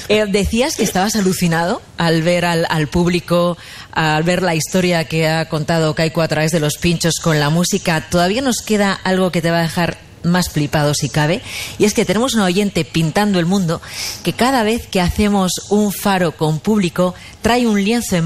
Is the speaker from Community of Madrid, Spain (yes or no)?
yes; Madrid, Community of Madrid, Spain; born there; Casi nadie, incluso los que somos nacidos en Madrid, sí, que hemos pasado poco. Mil veces por aquí